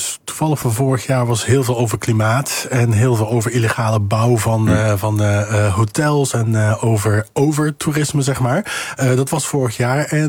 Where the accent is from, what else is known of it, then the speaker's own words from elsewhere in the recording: Curaçao; het eiland waar ik vandaan kom, Curaçao